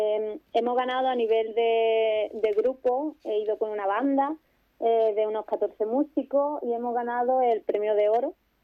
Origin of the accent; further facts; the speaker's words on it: San Fernando, Andalusia, Spain; now in Guadalajara, Spain; ¿y tú de dónde eres? Yo digo, de Cádiz, bueno, de San Fernando.